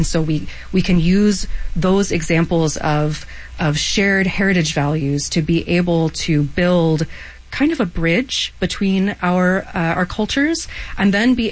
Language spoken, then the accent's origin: English; Texas, United States